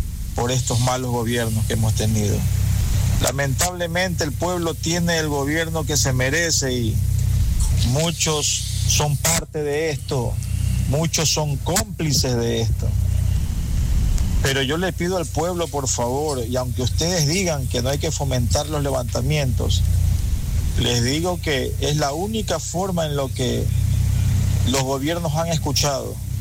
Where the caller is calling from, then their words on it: Ecuador; mi pueblo, con mi Ecuador, con mi país querido